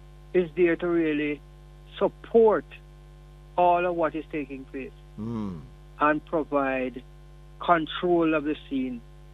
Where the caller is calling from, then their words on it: Saint Andrew, Jamaica; Oh, I'm calling from Brandon Hill.